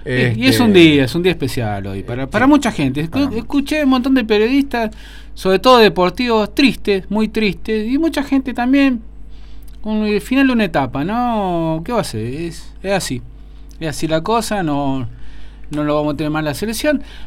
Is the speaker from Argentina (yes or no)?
yes; Argentina; somos complicados los argentinos